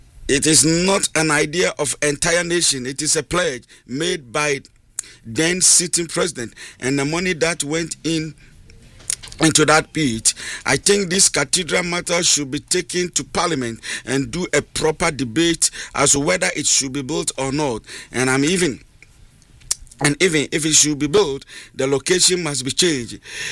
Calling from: Tema, Greater Accra, Ghana; from Tema.

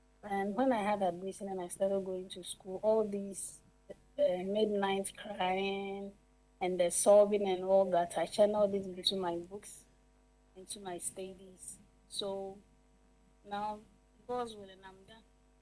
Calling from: Tarkwa, Western Region, Ghana; I'm calling from Takwa.

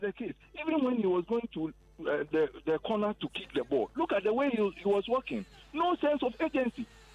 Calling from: Ahomaso, Ghana; I'm calling from Ahomaso.

